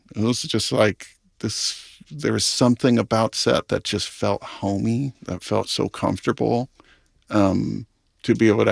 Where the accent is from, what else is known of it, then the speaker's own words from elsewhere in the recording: Hawaii, United States; I always sort of compartmentalized my upbringing and my culture and growing up in Hawaii as sort of a separate thing than my experience as a filmmaker